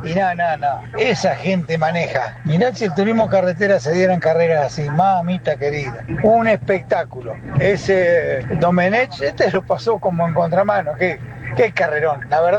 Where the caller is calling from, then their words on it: Chascomús, Buenos Aires Province, Argentina; de Chascomús.